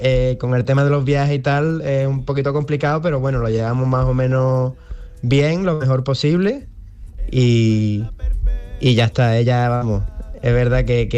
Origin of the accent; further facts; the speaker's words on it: Cártama, Andalusia, Spain; soy de Cártama